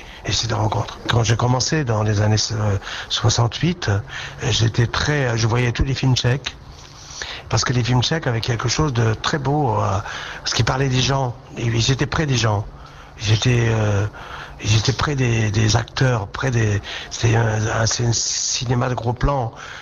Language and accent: French; France; évidemment, je suis français, j'habite en France, et la France c'est mon pays.